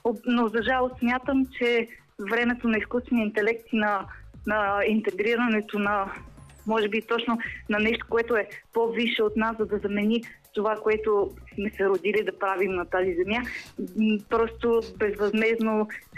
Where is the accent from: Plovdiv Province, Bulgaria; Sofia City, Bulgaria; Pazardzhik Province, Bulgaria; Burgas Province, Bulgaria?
Sofia City, Bulgaria; Novi Iskar; От Новискър.